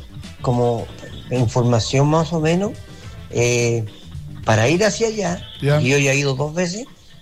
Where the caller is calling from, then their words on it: Valparaíso, Chile; yo sé porque soy porteño.